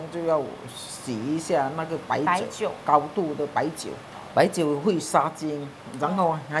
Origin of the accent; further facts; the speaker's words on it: Chaoshan, Guangdong, China; 我们潮汕人还是认准这个潮汕月饼